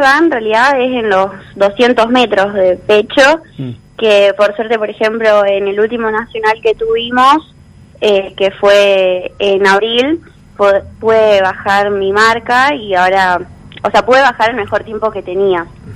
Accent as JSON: {"language": "Spanish", "town": "Sunchales", "region": "Santa Fe", "country": "Argentina", "moved": "as an adult", "lives_now": "Santa Fe, Argentina", "said": "Yo soy de Sunchales, competía, bueno, para Unión de Sunchales, y después, cuando terminé la secundaria, por motivos de estudio, ahora actualmente estoy en el segundo año de la licenciatura en nutrición, me vine a vivir a Santa Fe"}